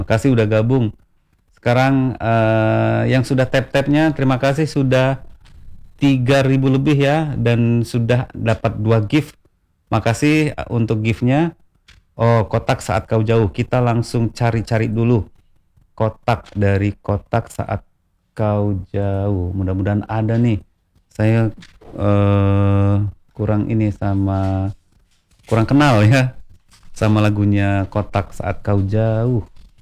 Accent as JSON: {"language": "Indonesian", "region": "Bengkulu", "country": "Indonesia", "tie": "born there", "also_born_or_lived": "Magelang", "said": "Kalau saya lahir di Bengkulu."}